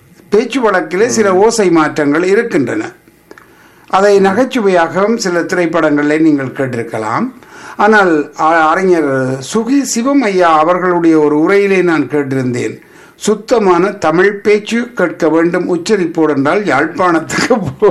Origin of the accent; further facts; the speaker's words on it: Northern Province, Sri Lanka; now in Canada; நான் வடபகுதியைச் சேர்ந்த தமிழன்